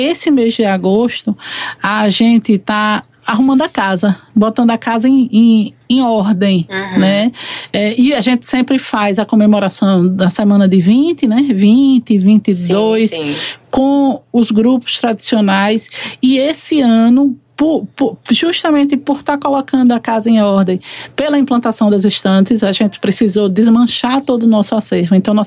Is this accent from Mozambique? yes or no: no; Sergipe, Brazil; born or raised there; moved away